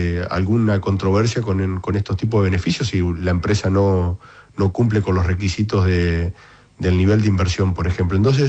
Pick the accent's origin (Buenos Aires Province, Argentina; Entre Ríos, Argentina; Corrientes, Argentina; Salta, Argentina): Entre Ríos, Argentina; yo mañana salgo muy temprano para Concordia, voy a visitar un empaque de citrus ahí en el norte de mi provincia